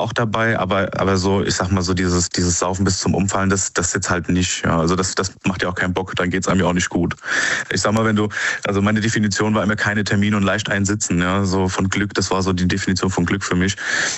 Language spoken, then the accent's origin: German; Rhineland-Palatinate, Germany; Zu Rheinland-Pfalz und ich komme eigentlich aus Rheinland-Pfalz.